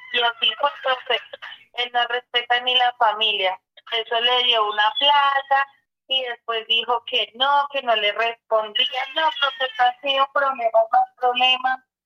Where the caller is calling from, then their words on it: Boyacá, Colombia; Yo estoy llamando acá desde Génesis, Nuevo Boyacá.